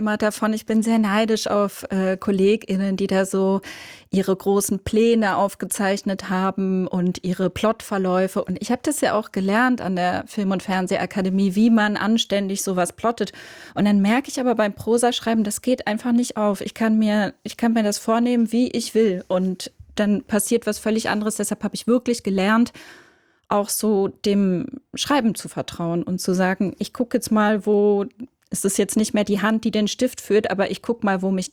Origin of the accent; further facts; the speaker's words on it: Switzerland; accent: Swiss German; first language Swiss German; meine Muttersprache der Dialekt, also das Schweizerdeutsche ist